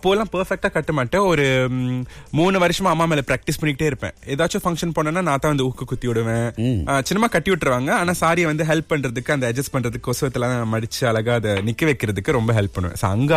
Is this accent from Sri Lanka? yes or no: no; Klang, Selangor, Malaysia; நான் கிளாங் பையன், கிளாங்ல தான் பிறந்து வளர்ந்து படிச்சு அங்கதான் இருந்தேன், இங்க இப்பயும் அங்கதான் இருக்கேன்.